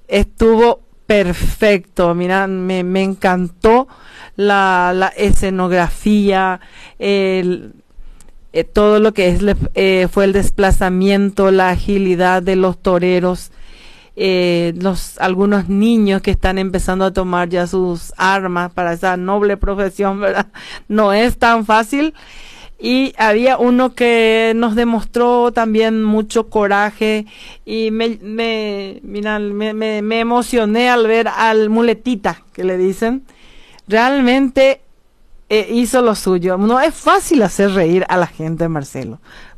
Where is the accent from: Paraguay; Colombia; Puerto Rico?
Paraguay; Carapeguá, Paraguarí; Soy paraguayo, soy carapegüeña en este caso